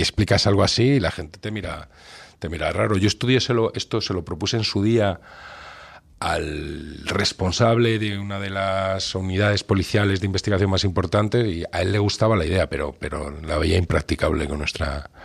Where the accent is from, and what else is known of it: Spain; also born or lived in United Kingdom